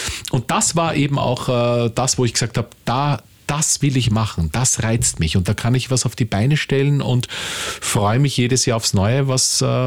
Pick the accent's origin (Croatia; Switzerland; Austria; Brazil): Austria; der Teesalon, sage ich einmal, bei uns in Österreich, eingeladen.